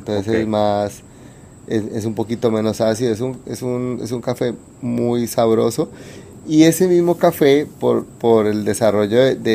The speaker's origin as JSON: {"language": "Spanish", "country": "Colombia", "said": "porque somos colombianos"}